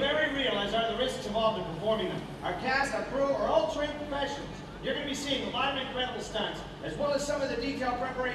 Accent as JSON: {"language": "English", "region": "Michigan", "country": "United States", "said": "You're from Michigan, so am I."}